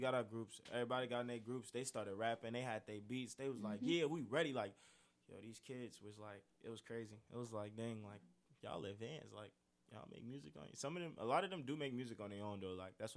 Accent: Maywood, Illinois, United States; I'm from Chicago, the West Side, from Maywood

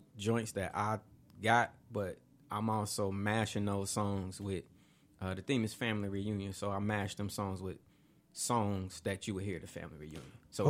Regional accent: Rantoul, Illinois, United States; now in Champaign, United States; Rantoul for middle school and high school, and I've been in Champaign ever since.

